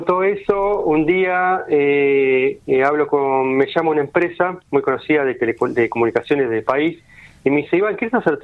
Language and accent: Spanish; Quilmes, Buenos Aires Province, Argentina; Yo soy de Quilmes, y bueno, empecé a hacer viajes cortos y ida, venía en el día.